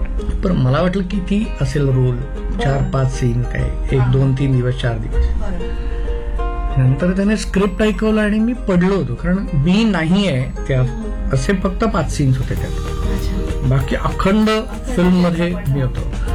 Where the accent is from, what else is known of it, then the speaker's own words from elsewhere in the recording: Mumbai, Maharashtra, India; नंतर आई वडिलांची ट्रान्सफर झाली माझ्या औरंगाबादला आणि मी आणि माझी बहीण इकडे मावशीकडे लहानाचे मोठे झालो कृष्णनगरमध्ये बोरिवलीला.